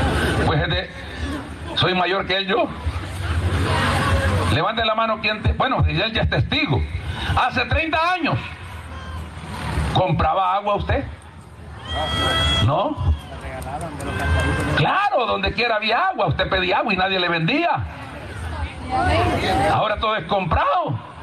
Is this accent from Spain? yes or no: no; Honduras; somos catrachos todos.